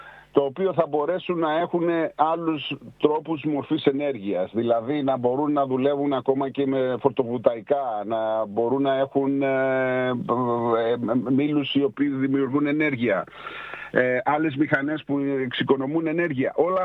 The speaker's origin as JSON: {"language": "Greek", "country": "Greece"}